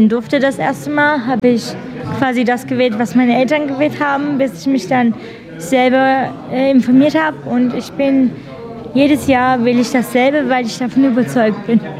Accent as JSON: {"language": "German", "town": "Pirna", "region": "Saxony", "country": "Germany", "said": "Genau, ich komme aus Pirna"}